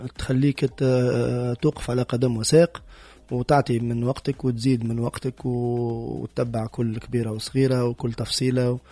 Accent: Tunisia; بخلاف أني فنان أنا مواطن، مواطن تونسي، مواطن تونسي

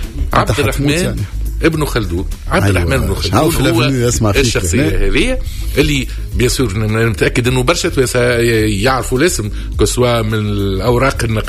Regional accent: Tunisia; born there; اليوم باش نحكيو على شخصية تونسية لاني ولدت في تونس.

